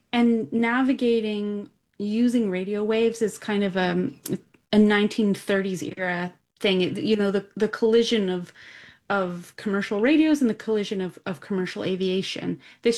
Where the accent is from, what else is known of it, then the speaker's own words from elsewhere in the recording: Canada; In our tense time, I'm a Canadian as well.